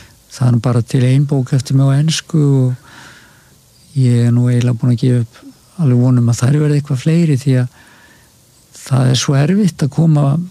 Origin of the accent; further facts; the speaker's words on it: Eastern Region, Iceland; ég er alveg austfyrðingur. Föður fólki sem sagt að Borgarfjörð líka og svo ofan að héraði úr Hjaltastaði þingáni